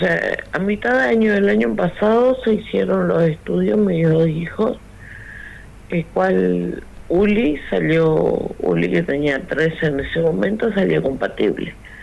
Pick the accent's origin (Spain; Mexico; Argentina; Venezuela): Argentina; Puerto Deseado, Santa Cruz; now in Buenos Aires, Argentina; La verdad que sí, porque nosotros ahora en este momento estamos en Buenos Aires, nosotros somos de Puerto Deseado.